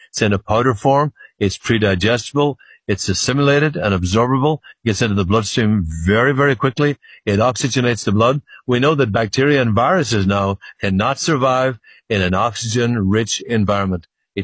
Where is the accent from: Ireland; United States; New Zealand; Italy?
Ireland; Well, I was a sickly child when I was growing up in Ireland.